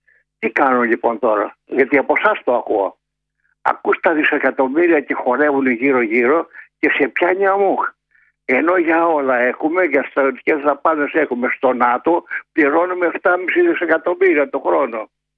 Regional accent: Greece; υπήρχαν στο δικό μου το χωριό, την Απογυσή. Στο χωριό μου υπήρχαν 5 τζοπάλιδες με 2.500 τατσίκια.

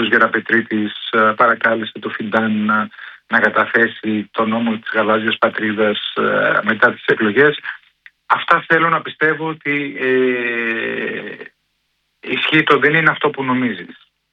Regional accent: Thessaloniki, Central Macedonia, Greece; δεν αναπνέουν δηλητήριο όπως αναπνέουμε δηλητήριο στην πόλη μου στη Θεσσαλονίκη.

